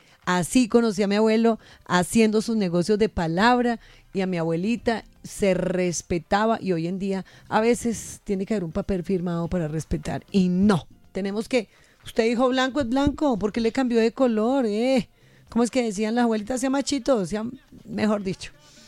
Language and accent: Spanish; Colombia